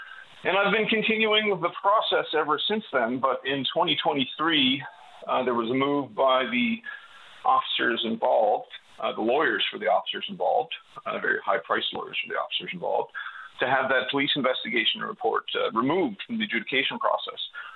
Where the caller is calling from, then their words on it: Happy Valley-Goose Bay, Newfoundland and Labrador, Canada; I'm from Goose Bay, Labrador.